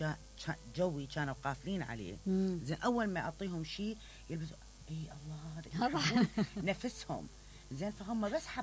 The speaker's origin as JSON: {"language": "Arabic", "country": "Iraq", "said": "أنا كعراقية وبراندي عراقي"}